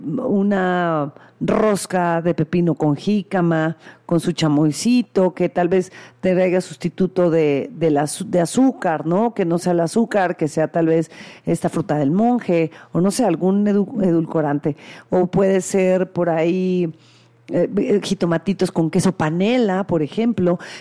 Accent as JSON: {"language": "Spanish", "country": "Mexico"}